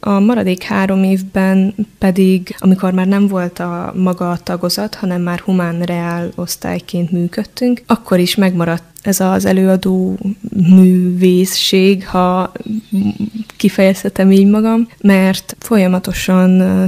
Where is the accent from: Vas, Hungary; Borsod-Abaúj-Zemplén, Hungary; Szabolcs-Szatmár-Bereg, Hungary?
Szabolcs-Szatmár-Bereg, Hungary; Nagykálló; born there; Nagykállóban, a Nagykállói Általános Iskolában.